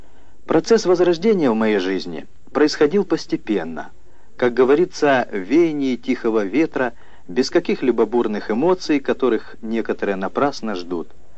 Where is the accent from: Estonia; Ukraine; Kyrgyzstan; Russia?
Ukraine; Mariupol, Donetsk Oblast; born there; Я родился в Мариуполе, в христианской семье